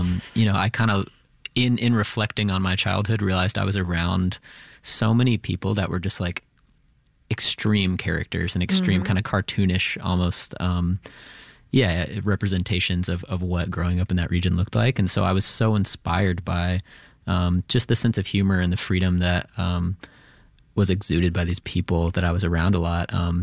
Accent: the South, United States; born there; also born or lived in Tennessee / Florida; So I know I keep talking about growing up in the South, but so I split time between Tennessee and Florida. My mom was in Florida.

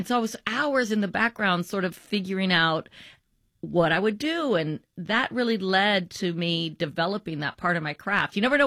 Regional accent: the South, United States; And I am a Southerner, and people get all of our specific accents wrong so often.

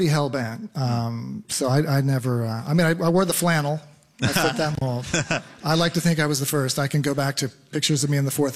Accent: Eugene, Oregon, United States; born there; I was born here in Eugene, and they have open adoption records in Oregon.

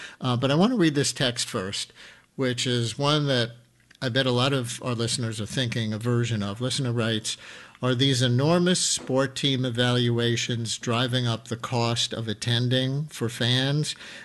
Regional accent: Queens, New York, United States; Hey, I grew up in Queens. I love the Mets.

